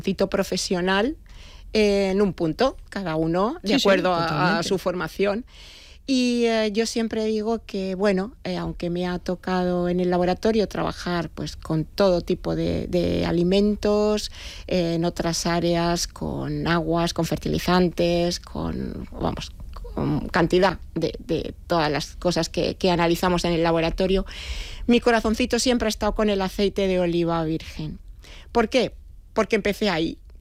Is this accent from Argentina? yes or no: no; Andalusia, Spain; moved away as an adult; now in Valencia, Spain; Yo no soy valenciana, soy andaluza.